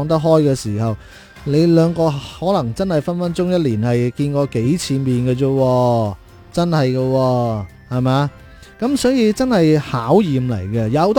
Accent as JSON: {"language": "Cantonese", "town": "Zhaoqing", "region": "Guangdong", "country": "China"}